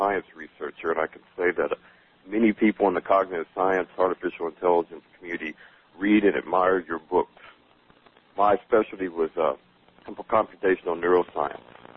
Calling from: Louisville, Kentucky, United States; I'm calling from Louisville, Kentucky.

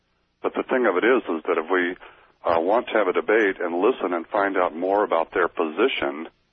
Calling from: Spokane, Washington, United States; in Spokane.

